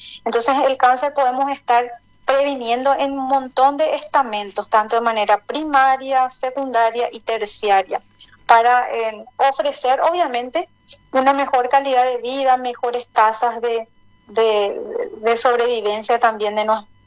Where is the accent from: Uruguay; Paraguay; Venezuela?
Paraguay; como paraguayos y paraguayas